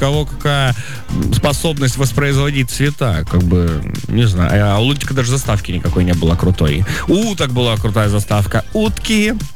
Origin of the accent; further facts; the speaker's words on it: Magadan, Magadan Oblast, Russia; Я из Магадана